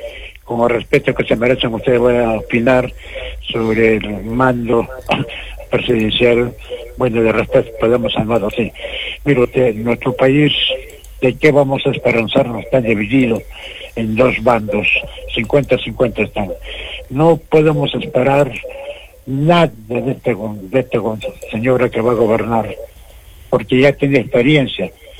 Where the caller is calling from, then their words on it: Arequipa, Peru; yo, como peruano